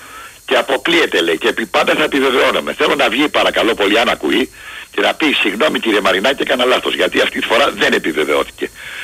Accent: Peristeri, Attica, Greece; Έπαιζα μπάλα μικρό στο Περιστέρι στις Σαλάνες. … από το Περιστέρι.

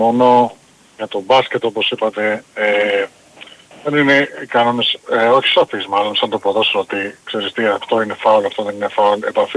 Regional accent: Greece; σαν Έλληνες.

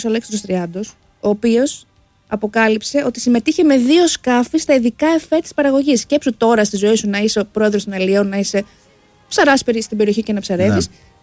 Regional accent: Patras, Western Greece, Greece; Και είμαι από την Πάτρα, ας πούμε, που στην Πάτρα έχουμε φουλ υγρασία. Είμαστε δίπλα στη θάλασσα.

